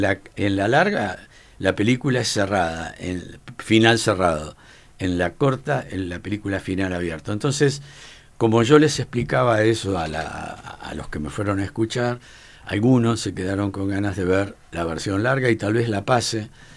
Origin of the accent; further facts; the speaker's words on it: Bahía Blanca, Buenos Aires Province, Argentina; cuando era chico, acá en Bahía Blanca.